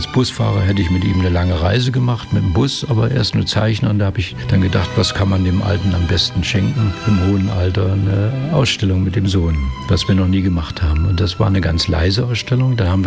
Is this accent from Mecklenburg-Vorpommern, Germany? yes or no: yes; Usedom, Mecklenburg-Vorpommern, Germany; also born or lived in Brandenburg / Berlin; now in Dresden, Germany; Also ich bin gebürtiger Brandenburger, Preuße, dann aufgewachsen an der Ostsee, am Meer, auf der Insel Usedom, dann lange in Berlin, das Studium und dann Malerei, Grafik studiert in Dresden